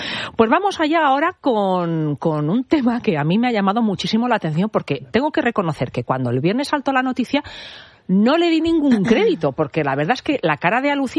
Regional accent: Colombia; Colombia, querida, mi corazón está con todos los que hoy sintieron este terremoto. Toda mi fuerza y amor para mi tierra

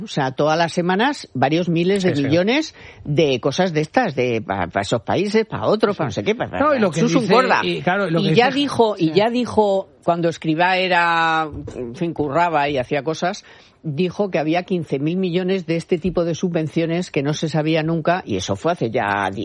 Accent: Miraflores de la Sierra, Community of Madrid, Spain; yo desde la plaza de mi pueblo, claro, sí, de Miraflores de la Sierra, todos ahí apoyando a la selección.

